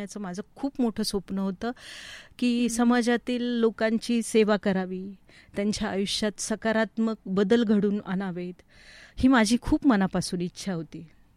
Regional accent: Shrirampur, Maharashtra, India; अहिल्यानगर जिल्ह्यातील श्रीरामपूर तालुका या गावामध्ये माझे बालपण गेले. आता या गावामध्येच माझे प्राथमिक, माध्यमिक, त्यानंतर उच्च माध्यमिक, त्याचबरोबर डिग्री एज्युकेशनपर्यंत मी या श्रीरामपूर शहरातच होते.

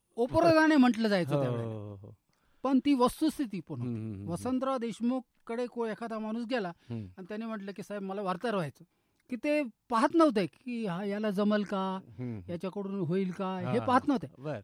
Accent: Deola, Maharashtra, India; also born or lived in Nashik / Shrirampur; माझं गाव नाशिक जिल्ह्यातलं देवळ आहे. छत्रपती शिवाजी महाराज हायस्कूलमध्ये माझं शिक्षण झालं आणि त्यानंतर मी HPTला आलो नाशिकला.

